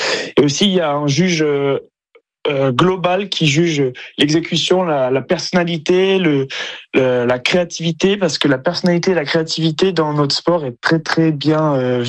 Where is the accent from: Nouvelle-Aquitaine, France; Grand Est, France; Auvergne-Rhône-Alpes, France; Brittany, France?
Nouvelle-Aquitaine, France; Bordeaux; moved away as an adult; moi je suis bordelais, oui. De naissance, et j'y ai vécu 20 ans. Et là maintenant je vous parle, je suis à Bordeaux, oui. Je reviens fréquemment.